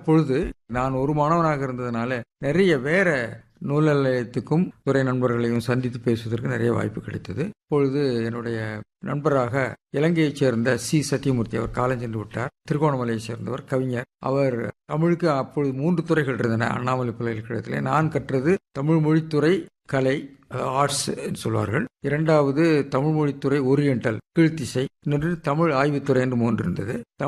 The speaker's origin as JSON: {"language": "Tamil", "town": "Koduvai", "region": "Tamil Nadu", "country": "India", "tie": "born or raised there", "said": "நான் இன்றைக்கு திருப்பூர் மாவட்டம் என்று அழைக்கப்படுகிற பகுதியிலே உள்ள கொடுவா என்ற ஒரு சிற்றூரிலே பிறந்தேன்."}